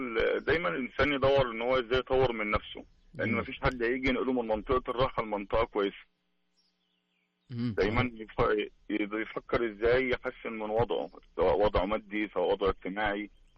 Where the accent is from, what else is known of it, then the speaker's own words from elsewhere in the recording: Egypt; now in Riyadh, Saudi Arabia; أنا من مصر.